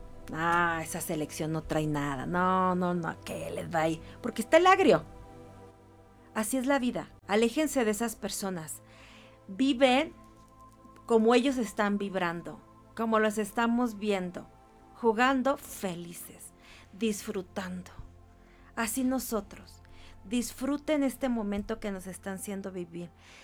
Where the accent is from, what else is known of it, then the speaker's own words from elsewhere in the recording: Mexico; como somos los mexicanos